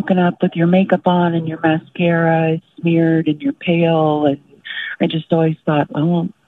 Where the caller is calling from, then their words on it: Danville, Kentucky, United States; I'm calling from Danville, Kentucky.